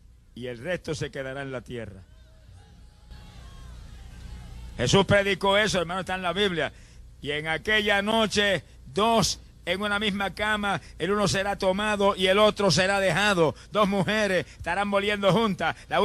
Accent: Puerto Rico; en mi país, en Puerto Rico, en un pueblo pequeño

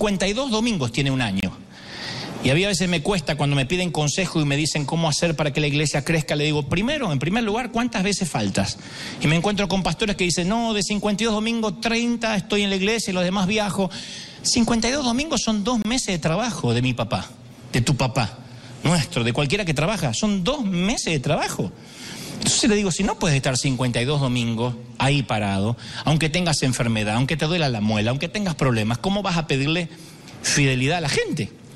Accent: Argentina; yo soy el más argentino de los argentinos.

